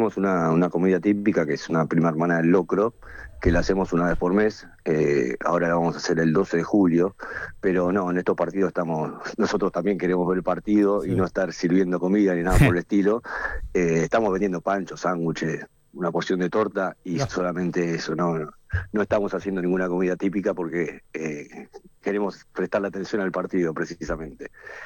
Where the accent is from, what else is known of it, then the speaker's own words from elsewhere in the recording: Argentina; Nosotros somos argentinos, pero también nos sentimos caboverdeanos.